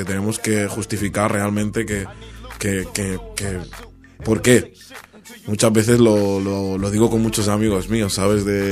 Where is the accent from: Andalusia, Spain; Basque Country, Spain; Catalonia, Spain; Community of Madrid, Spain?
Catalonia, Spain; Olot; Mis padres son de Gambia. Y claro, yo he nacido aquí, nací en Olot, en Girona. He estudiado aquí, he hecho toda mi vida aquí. Y claro, puedo ser tan catalán como cualquier otra persona